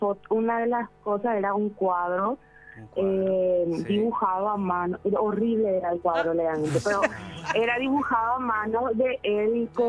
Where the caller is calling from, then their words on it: Luque, Central, Paraguay; yo soy de la República de Lica.